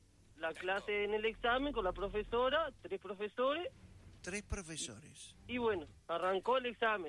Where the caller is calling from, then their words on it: Minas, Lavalleja, Uruguay; acá de Minas.